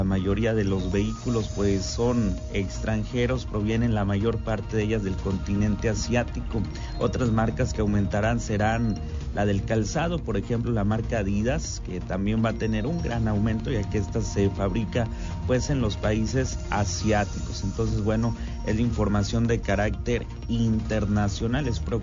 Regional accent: Mexico

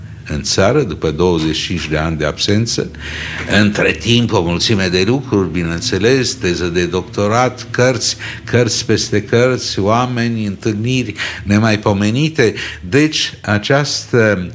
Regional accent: Ploiești, Prahova, Romania; moved away as an adult; also born or lived in Paris; m-am născut în 42 la Ploiești, în condițiile deci ale războiului

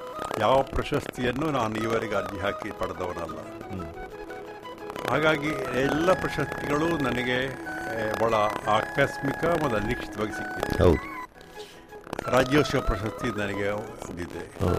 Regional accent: Mangaluru, Karnataka, India; ಮಂಗಳೂರಿನವರು ನಾನು ಬಿಟ್ಟರು, ನನ್ನ ಮಂಗಳೂರಿನವರು ನಾನು ಬಿಡುವುದಿಲ್ಲ.

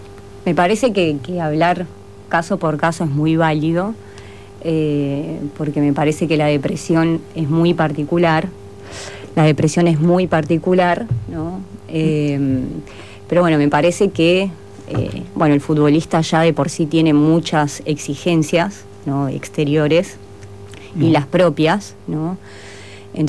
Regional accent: Argentina; moved away as an adult; also born or lived in Brazil; now in Maldonado, Uruguay; Soy argentina, pero a los 19 me fui a Brasil a vivir. Estuve 13 años, estudié allá, hice la carrera allá y conocí a un uruguayo y me vine hace un año y medio.

